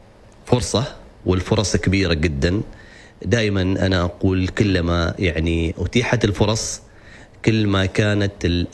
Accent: Oman; عندنا في سلطنة عمان،

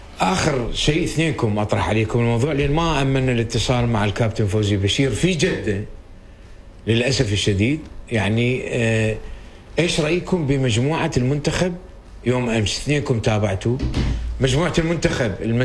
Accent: Iraq; أنا عراقي عائلتي عمانية زوجتي مواطنة عمانية

